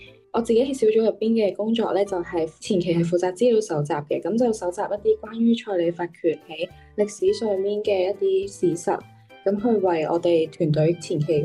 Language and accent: Cantonese; Hong Kong; 我系嚟自香港嘅实习生